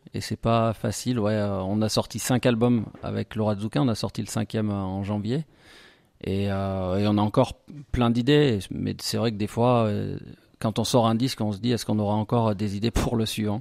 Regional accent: Le Puy-en-Velay, Auvergne-Rhône-Alpes, France; J'ai grandi au Puy

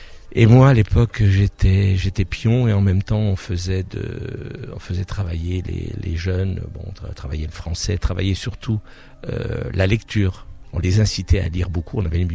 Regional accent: Jœuf, Grand Est, France; À l'époque, moi j'ai passé mon enfance à Jeuf. Moi je suis un enfant issu de la sidérurgie, hein, puisque mon père était travaillé au laminoir on appelait ça Marine Sidélor.

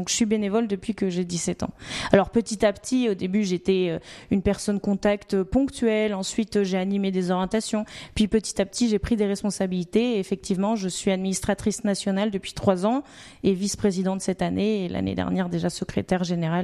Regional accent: Nantes, Pays de la Loire, France; now in Bordeaux, France; Je suis originaire de Nantes. Maintenant, je travaille à Bordeaux, donc j'habite à Bordeaux.

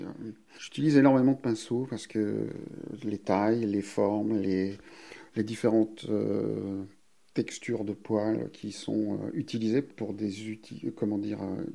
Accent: South-West France, France; also born or lived in Paris; now in Chaumont-sur-Tharonne, France; Je suis originaire du Sud-Ouest et j'ai vécu

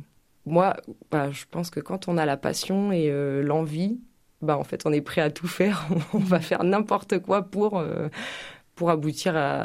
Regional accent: Normandy, France; Donc je suis rentrée ici parce que moi je suis originaire de Normandie, donc je suis rentrée par là

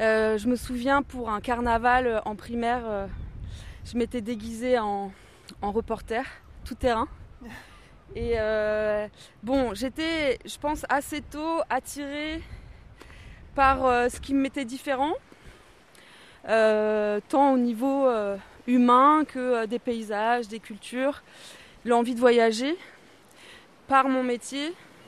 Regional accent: Brittany, France; now in Quimper, France; Alors, j'ai grandi dans le golfe du Morbihan, voilà, dans un lieu baigné de lumière et de douceur. J'ai eu une enfance douce, vraiment. Tranquille, une enfance dans la nature, une enfance au bord de la mer.

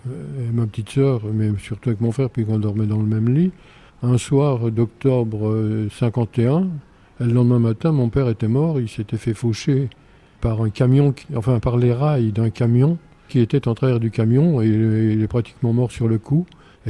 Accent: Jarny, Grand Est, France; born there; also born or lived in Hannonville-sous-les-Côtes / Beuvillers; Meurthe-et-Moselle, mais à l'âge de 4 ans, on était sur Jarny

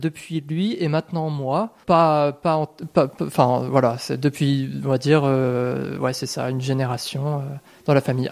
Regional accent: Blois, Centre-Val de Loire, France; Alors, moi, je suis originaire donc, de Blois, donc c'est pas très loin.

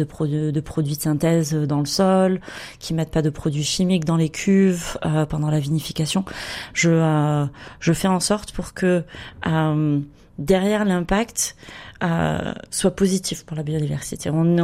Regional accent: Montpellier, Occitanie, France; also born or lived in London; Alors moi, j'ai grandi à Montpellier Trouver du travail ici, c'était assez compliqué, puisque l'Hérault faisait partie du top 3 du chômage en France.

